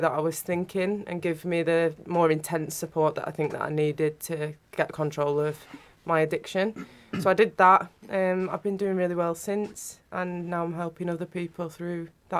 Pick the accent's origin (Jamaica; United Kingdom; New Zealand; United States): United Kingdom; England; accent: Northern; moved away; I'm not from around here, you can tell with my accent.